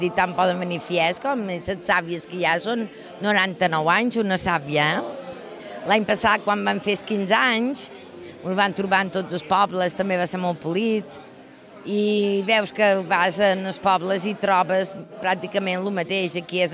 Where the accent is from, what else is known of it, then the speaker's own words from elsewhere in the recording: Menorca, Balearic Islands, Spain; tots som de Silla i cantam el mateix.